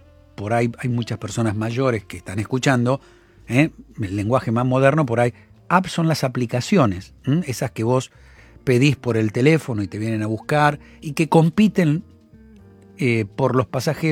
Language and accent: Spanish; Argentina